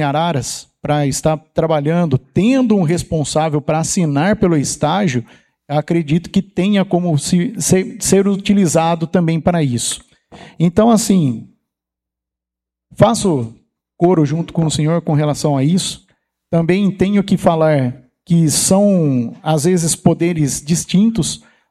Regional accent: São Paulo, Brazil; Eu sou do Versalhes

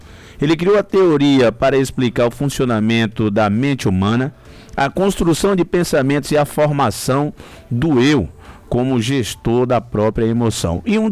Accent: Brazil; Na minha visão, como um bom brasileiro

